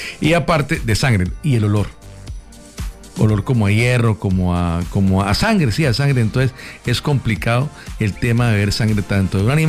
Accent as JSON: {"language": "Spanish", "town": "Cúcuta", "region": "Norte de Santander", "country": "Colombia", "tie": "born or raised there", "said": "Fue la mejor época de mi niñez, de mi adolescencia, vivir en Cúcuta en esa época, de los 80 a los 90."}